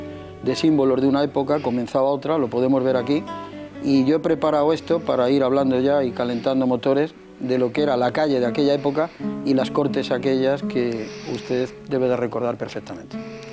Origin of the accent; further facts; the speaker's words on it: Madrid, Community of Madrid, Spain; mi pueblo, que es Madrid.